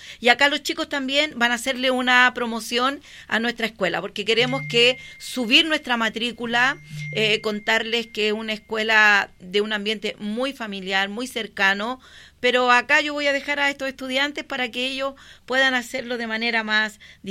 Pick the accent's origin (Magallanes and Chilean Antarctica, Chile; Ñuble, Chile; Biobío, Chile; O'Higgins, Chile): O'Higgins, Chile; Rengo; soy de acá de Rengo y llevo muchos años ya trabajando en la escuela La Chimba